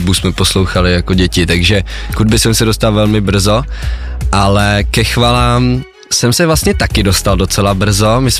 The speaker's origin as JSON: {"language": "Czech", "region": "Prague", "country": "Czechia", "said": "Tak som, řekl bych, úplne obyčejný kluk z Prahy, což je asi slyšet, že som z Česka."}